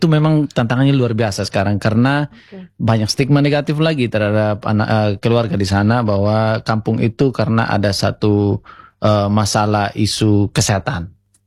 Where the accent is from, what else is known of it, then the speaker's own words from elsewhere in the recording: Sumba, East Nusa Tenggara, Indonesia; di Bali kan waktu itu ada stigma-stigma negatif untuk kita orang Sumba